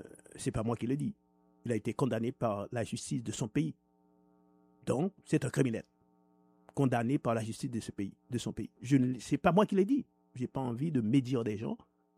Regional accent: Haiti; Si un pays que je devais aimer, c'est Haïti, puisque je suis haïtien. Okay? Ça, je n'ai pas besoin de le dire. En m'entendant parler, vous savez tous que je suis haïtien.

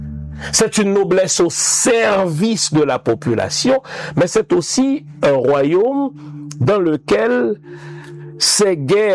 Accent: Nord, Haiti; Moi, je suis du Nord. Donc, j'ai grandi à l'ombre de la citadelle La Ferrière. J'ai grandi donc à l'ombre de ce que fut le royaume de Christophe.

